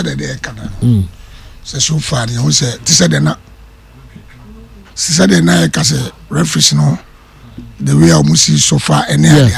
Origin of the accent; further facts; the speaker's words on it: Myanmar; At the end, I am from Myanmar, and I say any day.